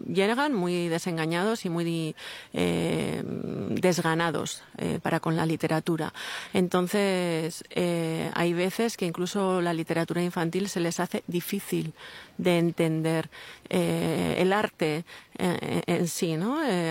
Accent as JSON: {"language": "Spanish", "region": "Basque Country", "country": "Spain", "tie": "born or raised there", "first_language": "Basque", "said": "Yo soy bilingüe prácticamente desde que nací, a pesar de que, como tú ya has dicho, ni mi padre ni mi madre hablaban euskera, algo bastante habitual en el País Vasco"}